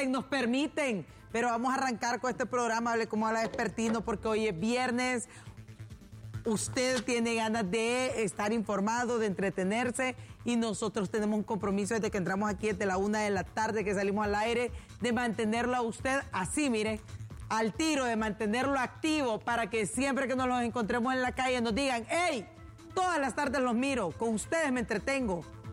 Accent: Honduras; así como hondureño

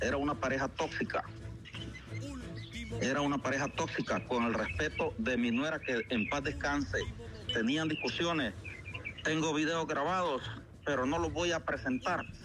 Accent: Honduras

